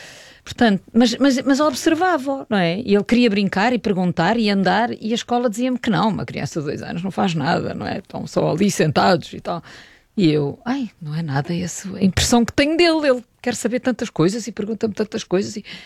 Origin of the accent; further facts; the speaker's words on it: Portugal; Toda a experiência que eu tinha tido crescendo em Portugal não era possível para o Tomás.